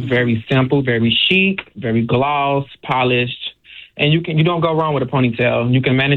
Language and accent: English; Chicago, Illinois, United States; born and raised in Chicago. I'm 26, going on 27.